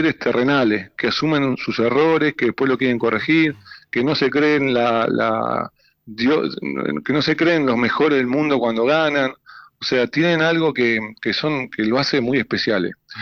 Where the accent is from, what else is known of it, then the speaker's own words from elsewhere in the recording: Argentina; nosotros somos esos los argentinos